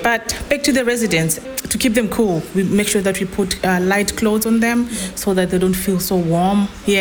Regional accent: Zimbabwe; now in United Kingdom; where I come from, it is hot, but when you sit in a shade, there's breeze still coming in. I'm from Zimbabwe.

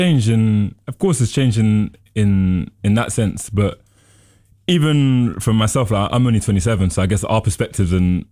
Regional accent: Shepherd's Bush, London, United Kingdom; even for me growing up in Shepherd's Bush, like in a poor background, Notting Hill was where I would go to like walk up the road

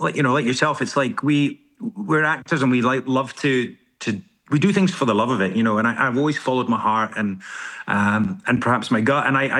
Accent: Scotland, United Kingdom; born there; now in central Scotland, United Kingdom; I really wanted to you know, invest and shine a spotlight on where I'm from. I was born in Dumfries and Galloway, and it's such an amazing part of the world.

